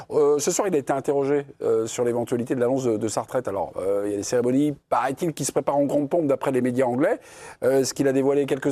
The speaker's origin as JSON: {"language": "French", "country": "France", "said": "je supporte les équipes françaises. Je suis français, monsieur Blanc."}